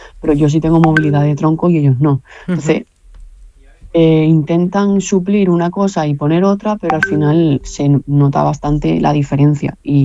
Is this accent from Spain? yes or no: yes; Málaga, Andalusia, Spain; A ver, yo soy del Mediterráneo y es verdad que la cultura que nosotros en la zona de Málaga, a lo mejor toda la zona de Andalucía, pues no es la misma